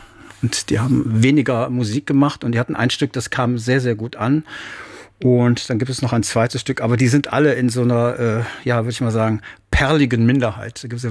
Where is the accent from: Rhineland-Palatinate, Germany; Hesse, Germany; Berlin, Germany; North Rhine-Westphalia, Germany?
North Rhine-Westphalia, Germany; Düsseldorf; Ich komme ja aus Düsseldorf.